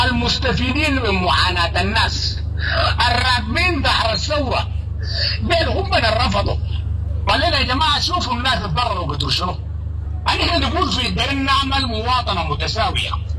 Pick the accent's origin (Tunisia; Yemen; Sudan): Sudan; يعني الجيش السوداني نجي نقول عليه كنا نقول في الأرض كسودانيين